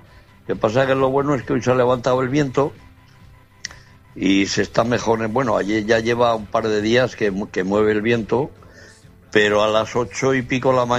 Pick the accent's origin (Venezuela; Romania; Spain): Spain; Navia, Asturias; born there; moved away; la Virgen de la Barca, que es la patrona de Navia, de mi pueblo.